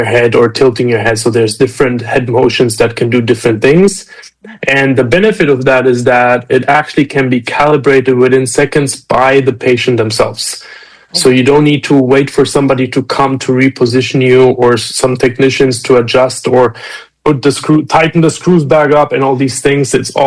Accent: Germany; also born or lived in Romania / Munich, Germany; I am originally from Romania, was born in Romania, but grew up in Germany. So we moved to Germany when I was around 6-7 years old. And just did my high school there

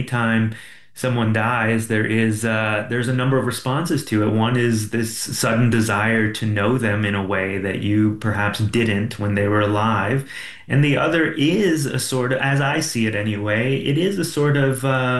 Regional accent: Phoenix, Arizona, United States; now in Reno, United States; growing up in Phoenix

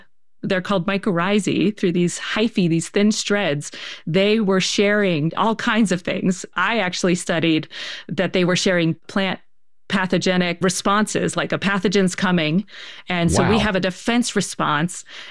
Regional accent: Baltimore, Maryland, United States; You know, I'm from Baltimore

